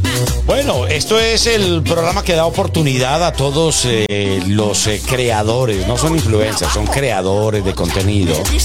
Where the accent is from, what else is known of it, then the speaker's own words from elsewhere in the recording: Colombia; soy colombiano.